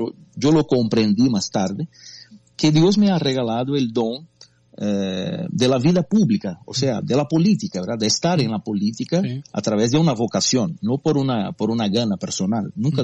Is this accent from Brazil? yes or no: yes; Brazil; una autoridad constituida en mi país